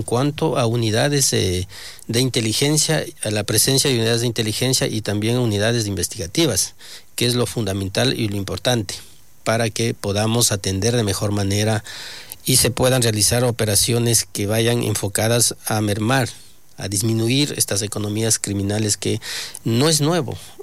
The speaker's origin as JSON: {"language": "Spanish", "country": "Ecuador", "said": "como ecuatorianos, que como gobierno nacional podemos o tenemos la obligación de reforzar en cuanto al tema de control de frontera."}